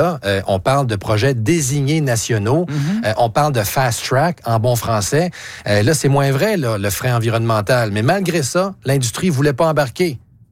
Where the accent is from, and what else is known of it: Quebec, Canada